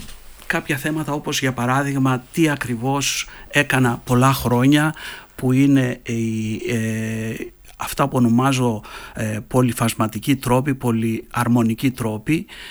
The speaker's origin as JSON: {"language": "Greek", "town": "Liapades", "region": "Ionian Islands", "country": "Greece", "tie": "born or raised there", "said": "Γεννήθηκα στους Λιαπάδες στην Κέρκυρα, αν γνωρίζεις ένα χωριό κοντά στην Παλιοκαστρίτσα."}